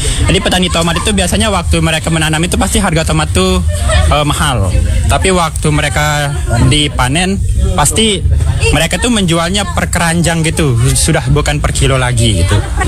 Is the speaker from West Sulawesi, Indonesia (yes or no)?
no; Kelayu, West Nusa Tenggara, Indonesia; Saya dari Lombok Timur, saya di Kelayu.